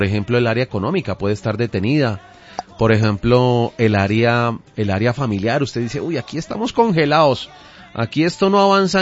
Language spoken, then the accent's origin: Spanish; Bogotá, Colombia; Entonces yo, por eso soy, yo no soy cachaco, yo soy rolo.